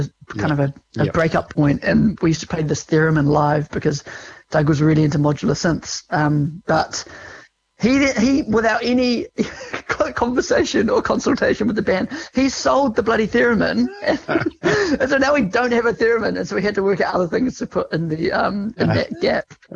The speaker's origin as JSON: {"language": "English", "country": "New Zealand", "tie": "born there", "said": "the growing up in New Zealand"}